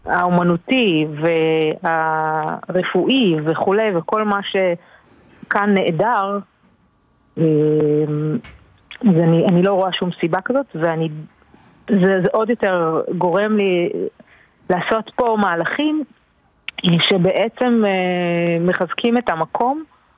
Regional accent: Ramat HaSharon, Tel Aviv District, Israel; moved away as an adult; אני במקור מהמרכז, גדלתי ברמת השרון, ואני פה כעשור.

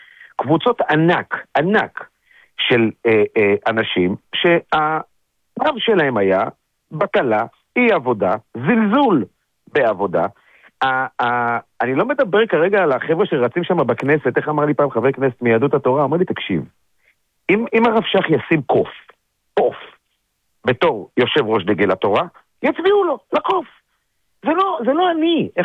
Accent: Central District, Israel; אני מהמרכז

